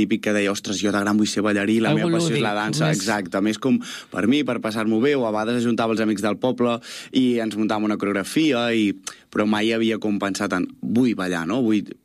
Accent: Castellcir, Catalonia, Spain; now in Barcelona, Spain; Jo sóc de Castellcí, ara visc a Barcelona, però sóc de Castellcí

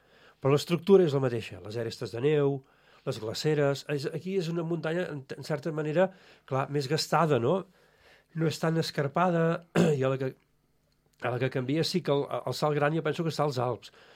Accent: Catalonia, Spain; jo soc d'Osona

